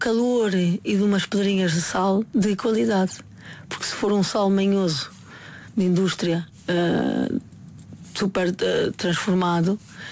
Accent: Maia, Norte, Portugal; born there; a minha mãe já nasceu em Barcelos e eu nasci na Maia

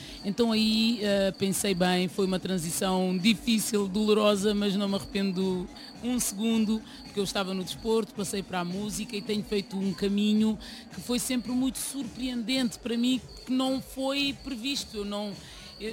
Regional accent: Lisbon, Portugal; born there; first language Portuguese; A língua portuguesa para mim é natural. A primeira língua que eu aprendi a falar foi o português. Eu nasci em Lisboa, eu sou portuguesa logo à nascença. É claro que tenho toda esta origem e com o tempo também descobri que eu sou bilíngue. Eu tenho dupla nacionalidade

